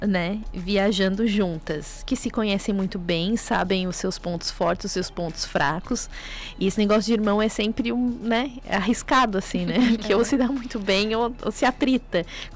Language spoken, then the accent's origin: Portuguese; Tubarão, Santa Catarina, Brazil; Eu sou natural de Tubarão.